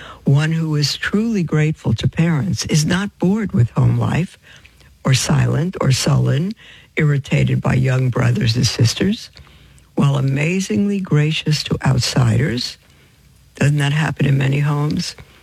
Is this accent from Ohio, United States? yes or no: no; Brooklyn, New York, United States; when I was growing up in Brooklyn in my Jewish home, we didn't get rewards for doing things.